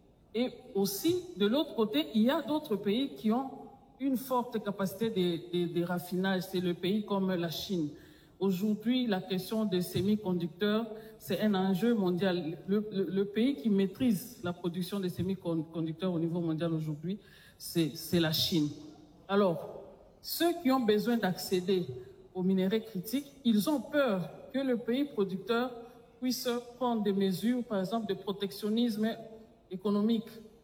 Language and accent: French; DR Congo; Chez nous, en RDC